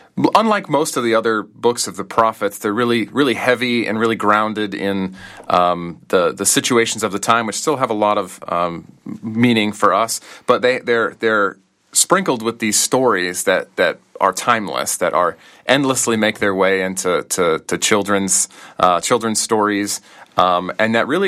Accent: Portland, Oregon, United States; pastor, worked for a pastor for about 4 years, in a couple different states around the U.S., and I'm originally from Portland, Oregon.

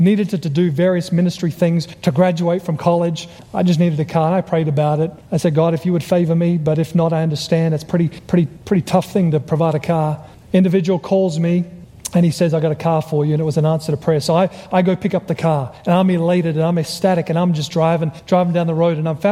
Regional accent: Australia; now in United States; He heard my accent. I was from Australia.

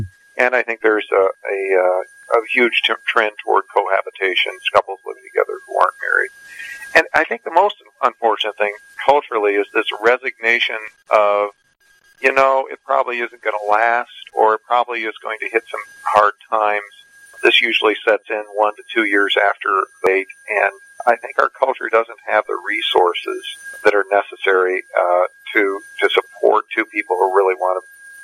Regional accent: Toledo, Ohio, United States; I was born and raised in Toledo, Ohio, and was privileged to have a Christian home to grow up in.

